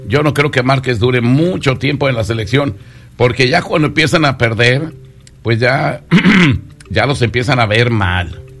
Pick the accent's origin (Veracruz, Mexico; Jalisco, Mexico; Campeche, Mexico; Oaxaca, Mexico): Jalisco, Mexico; Ciudad Guzmán; moved away; el Tala es de mi pueblo, de allá de Ciudad Guzmán, Jalisco.